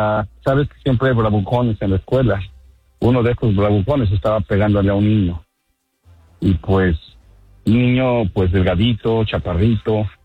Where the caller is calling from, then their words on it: Vero Beach, Florida, United States; Buenos días, Andreina, de aquí de la Florida, exactamente de Vero